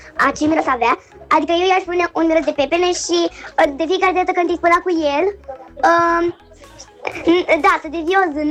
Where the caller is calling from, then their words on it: Iași, Iași County, Romania; din Iași, am 6 ani